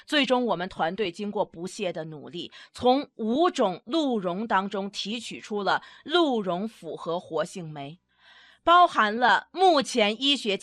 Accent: China; 在国际舞台上，我们中国人真的很容易被别人看轻。

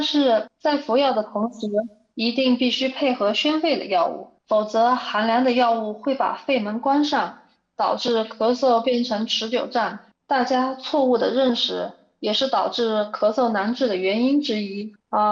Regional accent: Yunnan, China; 我们云南人可是吃山珍长大的，

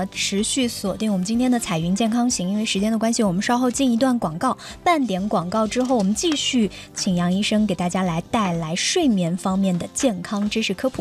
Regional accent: China; 我们中国人呢很多朋友都有午睡的习惯哈

